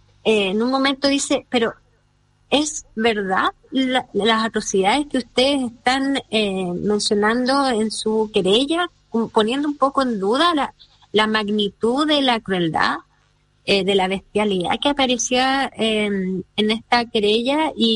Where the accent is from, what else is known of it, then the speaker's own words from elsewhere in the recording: Chile; y de las que nosotros también como chilenos nos fuimos enterando, es lo que a él lo transformó.